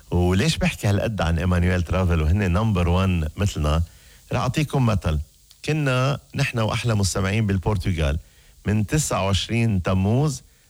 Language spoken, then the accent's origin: Arabic; Egypt; now in Canada; أنا مصري عايش بكندا وبسمعكم دايما.